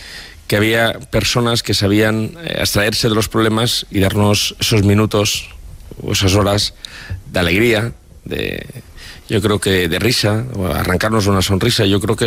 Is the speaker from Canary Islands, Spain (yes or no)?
no; Valencian Community, Spain; tenía algunos rasgos muy característicos, tip de lo que somos los valencianos